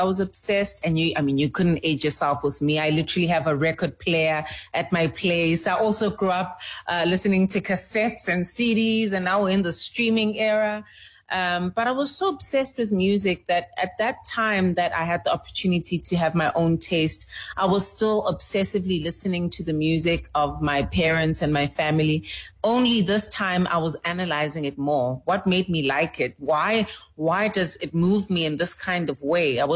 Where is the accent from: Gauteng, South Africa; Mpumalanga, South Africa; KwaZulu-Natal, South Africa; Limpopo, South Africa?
KwaZulu-Natal, South Africa; Pietermaritzburg; also born or lived in Durban; being a coastal girl, because I was born in KZN and Durban, raised in Pietermaritzburg.